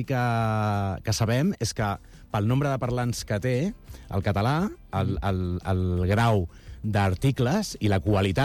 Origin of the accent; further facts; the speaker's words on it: Catalonia, Spain; que tenim com a catalans